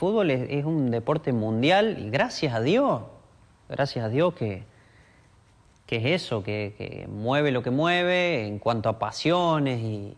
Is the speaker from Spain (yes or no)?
no; Argentina; lo competitivo que somos los argentinos